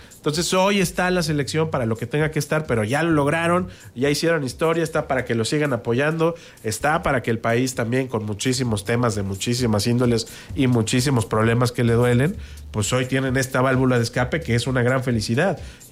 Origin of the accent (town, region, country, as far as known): Mexico